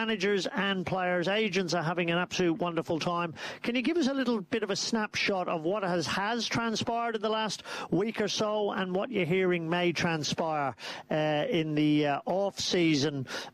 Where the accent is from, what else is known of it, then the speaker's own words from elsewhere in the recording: Australia; can we, that's we being Australian, beat Egypt?